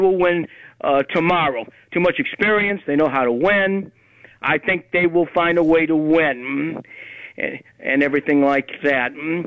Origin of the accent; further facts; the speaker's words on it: Southfield, Michigan, United States; I'm from Michigan, Southfield, Michigan, but that's okay.